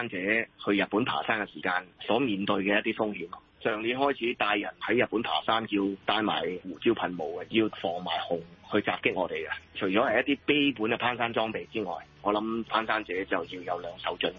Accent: Hong Kong; 我哋香港人

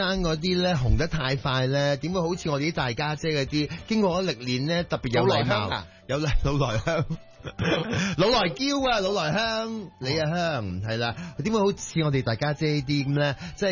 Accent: Hong Kong; 希望我们香港人全部赢。

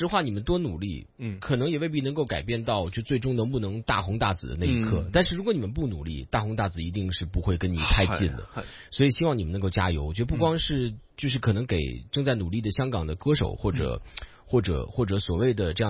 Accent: Beijing, China; moved away as an adult; now in Hong Kong; 我来这个城市已经有16年了，16、17年，就快超过我在我的老家北京生活的时长了

